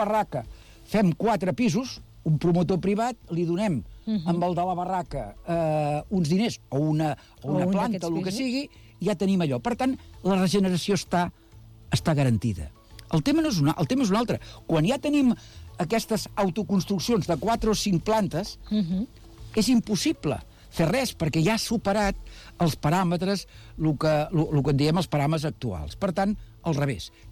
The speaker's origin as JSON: {"language": "Catalan", "town": "Badalona", "region": "Catalonia", "country": "Spain"}